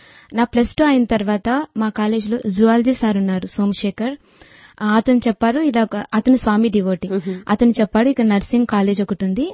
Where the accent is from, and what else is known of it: Andhra Pradesh, India; born or raised there; moved away as an adult